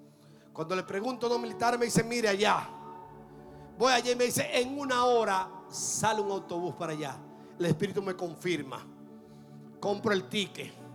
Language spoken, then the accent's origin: Spanish; Dominican Republic; yo soy un pastor dominicano que estaba en Brasil cumpliendo con una agenda